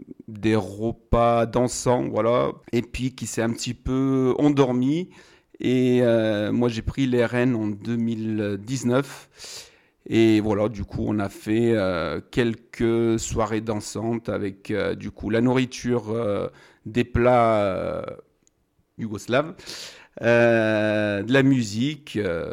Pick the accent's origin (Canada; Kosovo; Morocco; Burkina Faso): Kosovo; now in Saint-Étienne, France; je viens pas de Bosnie, je suis bosniaque du Kosovo.